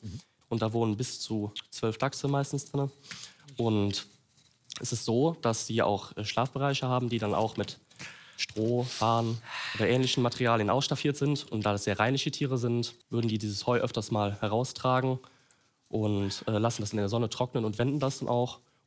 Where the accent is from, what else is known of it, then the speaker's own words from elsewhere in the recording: Wassenberg, North Rhine-Westphalia, Germany; Ja, ich komme aus Wassenberg